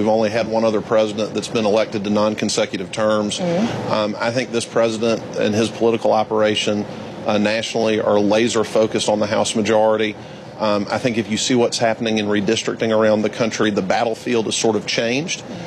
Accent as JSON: {"language": "English", "town": "Columbus", "region": "Georgia", "country": "United States", "tie": "born or raised there", "said": "My hometown of Columbus, Georgia, is about 90 miles southwest of here."}